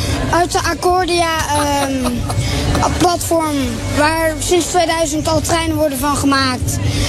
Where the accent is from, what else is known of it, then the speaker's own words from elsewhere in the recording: Bodegraven, South Holland, Netherlands; Uit Bodegraven.